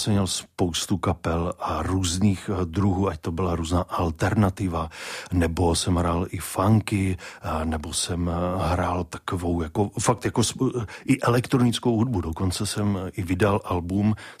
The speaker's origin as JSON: {"language": "Czech", "town": "Blansko", "region": "South Moravian Region", "country": "Czechia", "moved": "yes", "said": "já jsem z Blanska původně."}